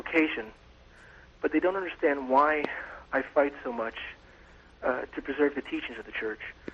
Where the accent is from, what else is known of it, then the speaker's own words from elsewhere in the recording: Florida, United States; I'm from Florida.